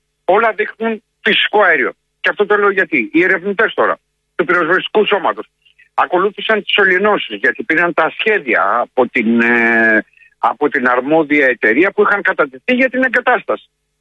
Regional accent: Patras, Western Greece, Greece; Είχα την μεγαλύτερη τύχη να γεννηθώ στην Πάτρα.

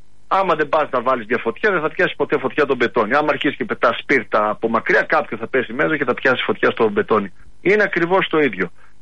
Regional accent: Lemnos, North Aegean, Greece; γιατί κατάγομαι από τη Λίμνο

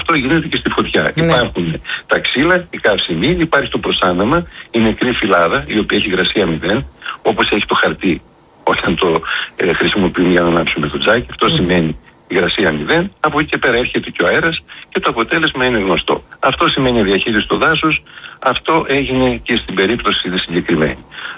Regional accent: Thessaloniki, Central Macedonia, Greece; είμαι Θεσσαλονικιός

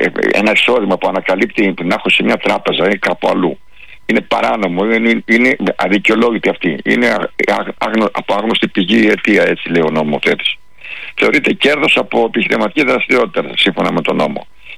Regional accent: Chania, Crete, Greece; στα Χανιά, στην πατρίδα μου, που λέω τώρα εγώ.

